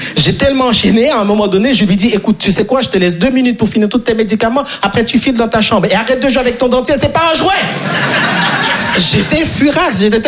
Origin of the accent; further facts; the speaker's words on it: Haiti; moved away; Moi, je suis très frileux, je vais pas vous mentir, parce que je suis né et grandi en Haïti, et en Haïti, on n'a pas les quatre saisons.